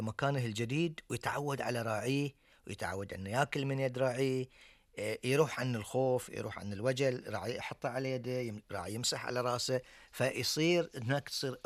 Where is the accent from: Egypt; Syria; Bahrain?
Bahrain; عندنا في البحرين